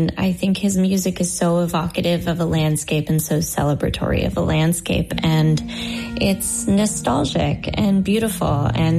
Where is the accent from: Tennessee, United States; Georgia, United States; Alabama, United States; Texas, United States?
Texas, United States; I grew up in Texas, so I had flatland at home.